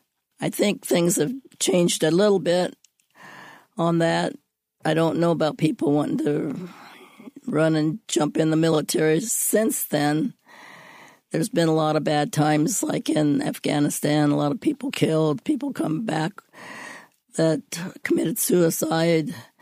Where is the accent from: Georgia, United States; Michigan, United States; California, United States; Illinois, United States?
Illinois, United States; Urbana; I grew up in Urbana, went to Urbana High School, was in Girl Scouts, track, in the band.